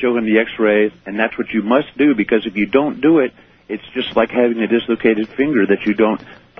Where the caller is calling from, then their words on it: California, United States; I'm calling from Northern California.